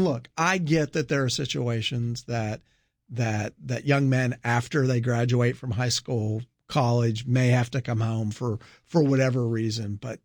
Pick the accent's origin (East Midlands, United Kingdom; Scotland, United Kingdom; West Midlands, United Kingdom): Scotland, United Kingdom; I'm not going to defend the French. I'm Scottish.